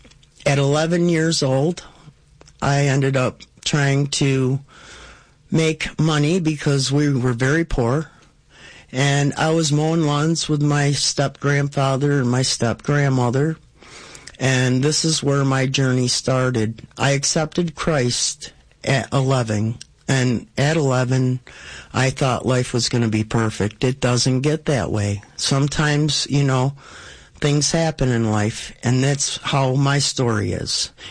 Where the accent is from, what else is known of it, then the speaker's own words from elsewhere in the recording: New York, United States; We grew up in the Adirondacks in New York. My grandfather had a farm, and we were raised on the farm